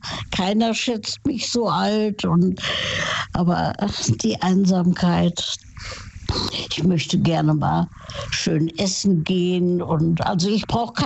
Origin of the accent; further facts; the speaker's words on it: Saarland, Germany; Ich komme aus dem Saarland.